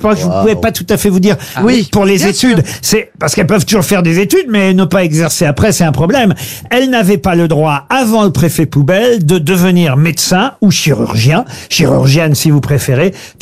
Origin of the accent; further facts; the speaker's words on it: France; Ah, c'est vrai que la blouse, chez nous en France, vue de dos, c'est pas terrible